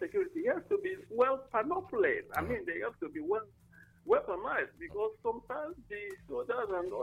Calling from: Ogun, Nigeria; I'm reaching you from Ogun.

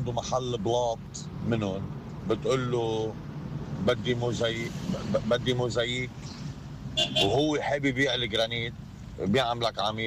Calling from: North Governorate, Lebanon; من الشمال.

